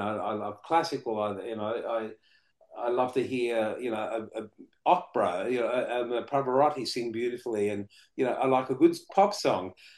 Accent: Melbourne, Victoria, Australia; if you're an Italian kid growing up in Brunswick, in Melbourne, which had so many, was inhabited by so many Italians

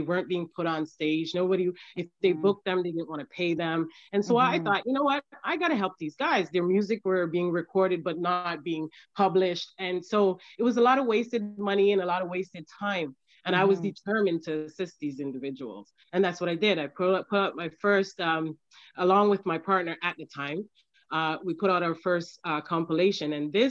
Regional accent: St. Vincent & Grenadines; also born or lived in Jamaica; from St. Vincent and the Grenadines.

